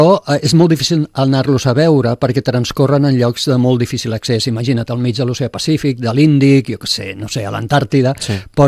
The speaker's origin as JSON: {"language": "Catalan", "town": "Tarragona", "region": "Catalonia", "country": "Spain", "tie": "born or raised there", "moved": "yes", "lives_now": "Sant Cugat del Vallès, Spain", "said": "jo que sóc de Tarragona, tot i que ara fa molts anys que visc a Sant Cugat, però jo vaig néixer a Tarragona, la meva família és d'aquí"}